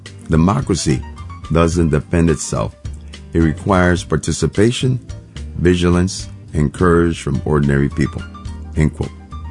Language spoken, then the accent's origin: English; San Juan, Puerto Rico; born there; I was born in San Juan, Puerto Rico. My nationality is Puerto Rican.